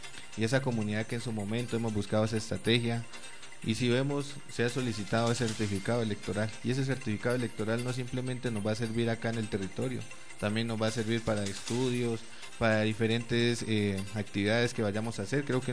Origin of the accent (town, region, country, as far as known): Colombia